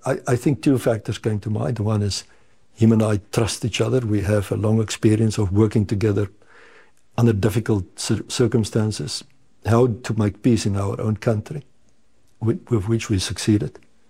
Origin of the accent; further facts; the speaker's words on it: South Africa; I mean, I'm an Afrikaner from South Africa myself.